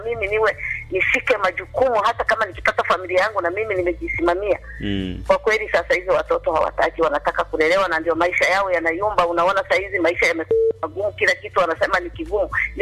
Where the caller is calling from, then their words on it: Manyamanyama, Mara, Tanzania; natoka Manyamanyama.